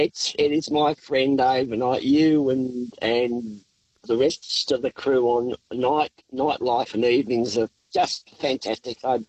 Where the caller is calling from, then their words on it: Daysdale, New South Wales, Australia; Daysdale, mate. Daysdale in New South Wales.